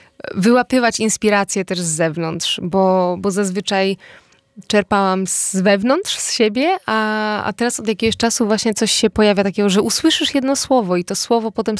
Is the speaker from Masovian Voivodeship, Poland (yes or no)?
no; Subcarpathian Voivodeship, Poland; moved away; ja pochodzę z Bieszczad, a jeżdżę w Pieniny cały czas.